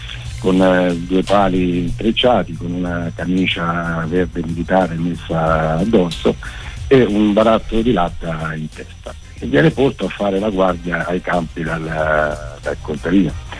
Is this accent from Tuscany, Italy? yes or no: yes; Montepulciano, Tuscany, Italy; la Val di Chiana, che poi è la mia terra, partendo dal mio paese, che si chiama Acquaviva, che è nel comune di Montepulciano